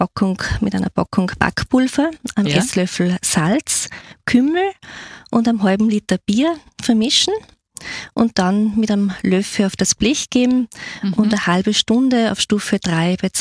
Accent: Gmunden, Upper Austria, Austria; also born or lived in Altmünster; Und ja, die ersten Lebensjahre bin ich in Gmunden aufgewachsen und nach und eben in Altmünster am Traunsee. Das ist dort, wo die … herkommen. Und genau, und die höhere Schule habe ich dann in Bad Ischl gemacht.

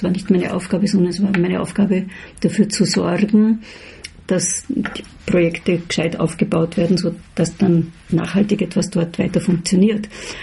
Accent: Vienna, Austria; Also ich bin Wienerin und bin in Wien zu Hause, und dort ist also absolut mein Lebensmittelpunkt immer gewesen und ist es auch weiterhin.

